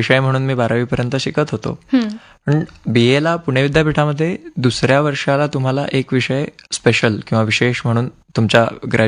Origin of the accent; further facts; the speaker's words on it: Chhatrapati Sambhajinagar, Maharashtra, India; मी मूळ छत्रपती संभाजीनगर येथील राहणारा आहे.